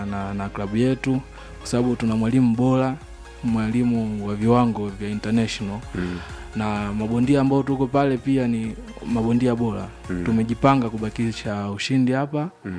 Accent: Iringa, Tanzania; born there; Ndiyo, ni mwenyeji wa Iringa, mzaliwa wa Iringa.

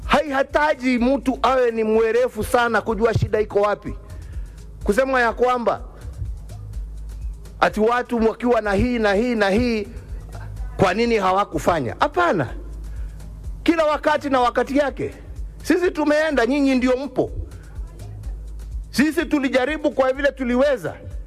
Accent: Kenya; Kama kweli sisi ni wa Kenya na tunapenda nchi yetu

